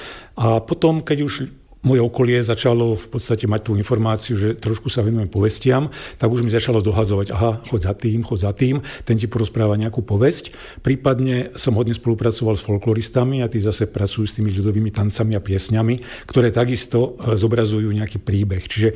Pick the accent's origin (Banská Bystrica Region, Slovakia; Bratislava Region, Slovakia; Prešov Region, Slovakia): Banská Bystrica Region, Slovakia; Brezno; also born or lived in Zvolen; now in Sliač, Slovakia; som Hugáň, čiže narodil som sa v Brezne a v podstate celý ten svoj život som sa veľmi nepohol medzi Breznom a Zvolenom, pretože v Brezne som sa narodil, vo Zvolení som študoval, potom som vo Zvolení býval a pracoval, momentálne žijem v Sliači a pracujem v Banskej Bystrici